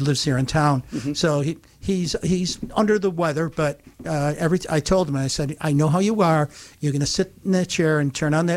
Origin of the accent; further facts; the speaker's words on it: Utica, New York, United States; moved away; also born or lived in New Hartford, New York; well, I'm originally from the Utica-Rome area.